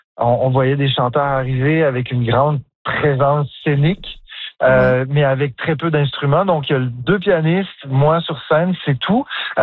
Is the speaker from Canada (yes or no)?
yes; Ottawa, Ontario, Canada; Puis en plus, j'ai grandi à Ottawa, donc j'ai vu la communauté franco-ontarienne se battre à certaines époques pour garder leurs droits.